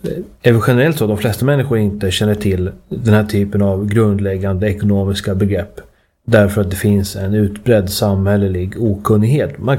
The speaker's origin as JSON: {"language": "Swedish", "town": "Uppsala", "region": "Uppsala County", "country": "Sweden", "tie": "born or raised there", "said": "min hemstad Uppsala"}